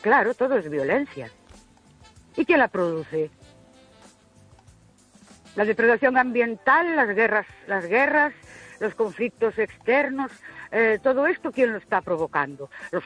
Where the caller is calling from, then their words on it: Ourense, Galicia, Spain; Buenas noches … de Ourense.